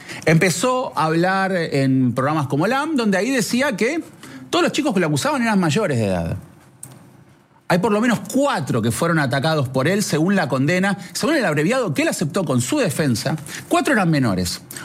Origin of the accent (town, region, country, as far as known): Argentina